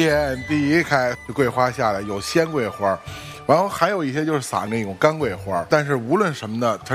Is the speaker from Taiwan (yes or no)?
no; Beijing, China; accent: Beijing dialect; 我们北京话叫垫吧垫吧，